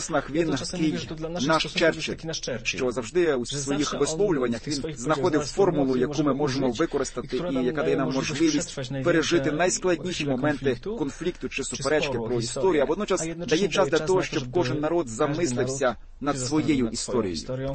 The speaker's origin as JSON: {"language": "Ukrainian", "country": "Poland", "said": "А як поляк, як польський патріот"}